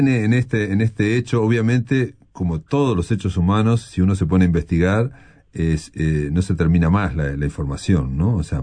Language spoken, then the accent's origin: Spanish; Fray Bentos, Río Negro, Uruguay; Yo soy de Fray Bentos